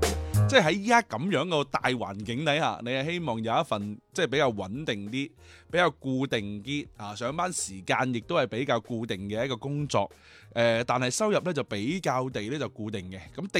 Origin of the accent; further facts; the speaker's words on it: Guangdong, China; 我哋广东人